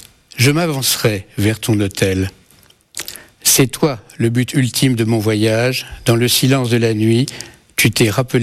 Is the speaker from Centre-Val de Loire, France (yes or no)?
no; Toulouse, Occitanie, France; born there; si je suis né à Toulouse, c'est pour cela.